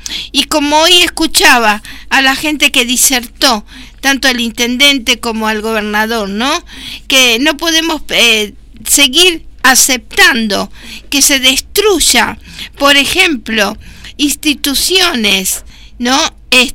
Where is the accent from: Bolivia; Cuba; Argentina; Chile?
Argentina; Republicano y federal. Somos argentinos. A eso se refiere cuando decimos República Argentina, con un gobierno democrático y federal, porque abarca desde el norte al sur, desde el este al oeste